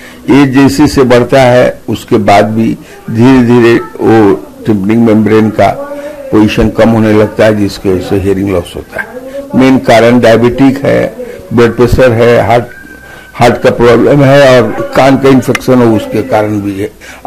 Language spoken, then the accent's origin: Hindi; Bihar, India; now in Hazaribagh, India; बिहार के रहने वाला हूँ, लेकिन घर हजारीबाग में ही बना लिया।